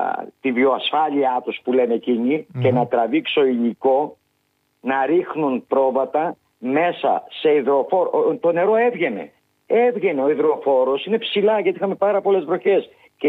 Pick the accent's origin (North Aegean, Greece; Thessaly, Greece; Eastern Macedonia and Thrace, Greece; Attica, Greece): North Aegean, Greece; Lesbos; έχουμε βιώσει 2 μήνες τώρα πράγματα και θάματα εδώ στο νησί μου.